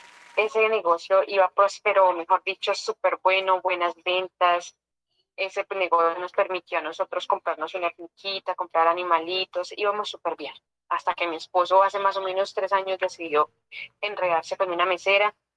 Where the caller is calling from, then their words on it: Puente Nacional, Santander, Colombia; Puente Nacional Santander.